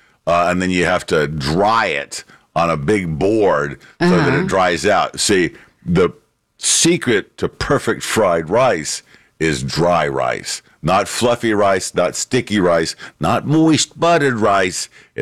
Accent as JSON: {"language": "English", "region": "Louisiana", "country": "United States", "said": "as a Cajun, I make perfect rice."}